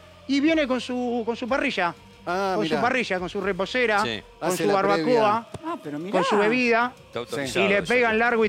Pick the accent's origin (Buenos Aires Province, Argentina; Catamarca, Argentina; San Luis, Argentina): Buenos Aires Province, Argentina; Olavarría; Recién estaba hablando con unos amigos de Olavarría y se los dije y se reían, pero es verdad. Mi ciudad natal, mi querida ciudad natal, tiene más movimiento en el centro que esta Kansas City.